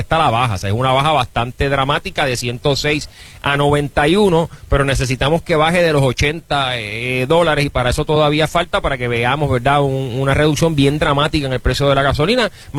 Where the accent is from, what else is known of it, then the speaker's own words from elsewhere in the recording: San Juan, Puerto Rico; De Puerto Nuevo, nacido y criado, así que sí, de esa área soy.